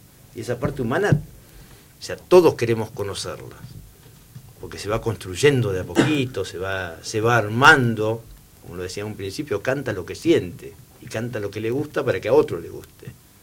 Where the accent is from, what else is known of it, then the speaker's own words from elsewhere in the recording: Santa Cruz, Argentina; Es cantar desde nuestra tierra hacia el resto